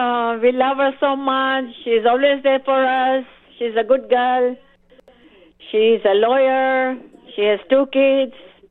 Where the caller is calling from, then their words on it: Toronto, Ontario, Canada; From Toronto.